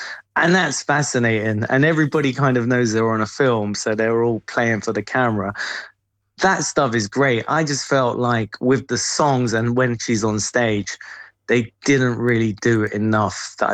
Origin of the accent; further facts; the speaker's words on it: London, United Kingdom; as a Londoner